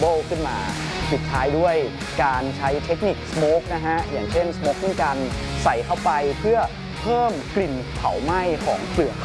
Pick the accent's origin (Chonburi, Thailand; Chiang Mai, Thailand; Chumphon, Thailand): Chiang Mai, Thailand; ผมก็รู้สึกภาคภูมิใจมากที่เราได้เป็นส่วนหนึ่งที่เป็นคนเชียงใหม่โดยแท้จริงแล้วเราเติบโตมาในบ้านเมืองเชียงใหม่